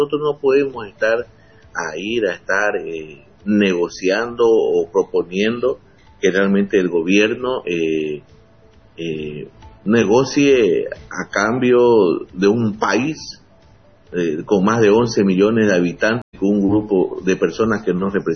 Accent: Bolivia

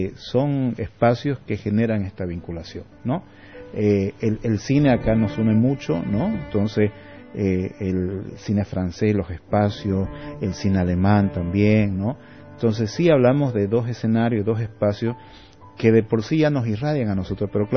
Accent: Santa Cruz, Bolivia; nosotros como ciudadanos cruceños y bolivianos

